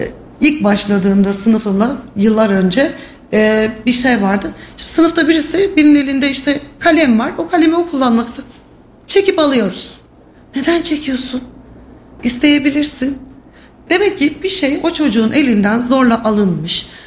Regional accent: Kayseri, Turkey; Ben de Kayseri'nin yerlisiyim. Eşim de Kayseri'nin yerlisi.

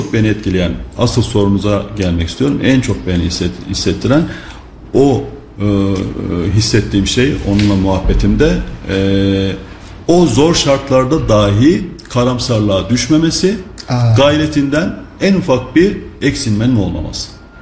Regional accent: Marmaris, Muğla, Turkey; born there; Şimdi benim Muğla Marmaris doğumluyum.

